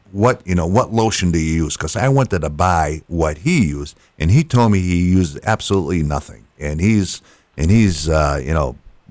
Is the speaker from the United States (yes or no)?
yes; Massachusetts, United States; Massachusetts. Yeah.